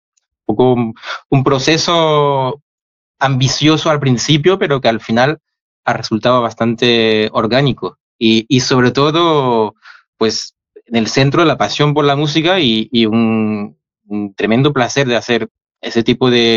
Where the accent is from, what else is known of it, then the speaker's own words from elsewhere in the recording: France; Spanish is a second language; porque yo soy francés, empecé con el piano clásico